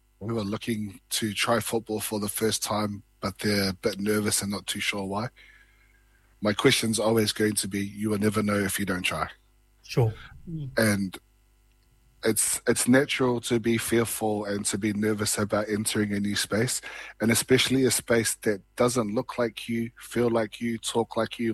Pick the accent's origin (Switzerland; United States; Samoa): Samoa; also born or lived in New Zealand; We had me as a Samoan, also as a New Zealander.